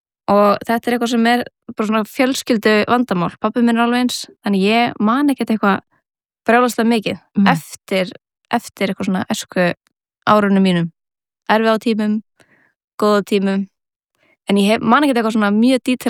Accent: Reykjavík, Capital Region, Iceland; ég ólst upp eða fættist í Reykjavík og haf alltaf búið hér bjó fyrstu 7 ár æfuminar á Baldurskötunni nýri bæ og svona miðbæjar barn

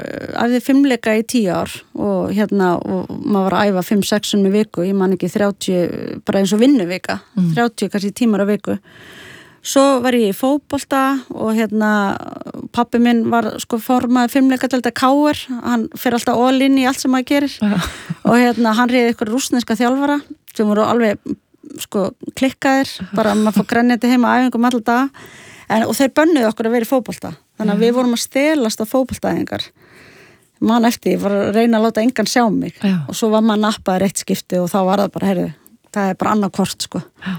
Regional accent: Reykjavík, Capital Region, Iceland; also born or lived in Sweden; svo er ég bara alin upp í Vesturbæ Reykjavíkur, West Side.

